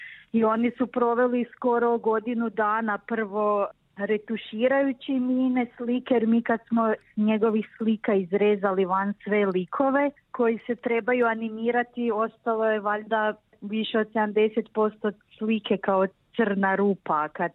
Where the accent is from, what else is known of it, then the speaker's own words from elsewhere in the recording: Podravina, Croatia; Ja sam odrasla u Podravini, od uvijek okružena tim slikama